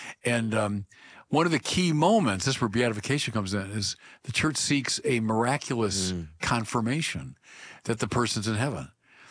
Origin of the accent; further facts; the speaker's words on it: Illinois, United States; Yeah, well, he's from my home state of Illinois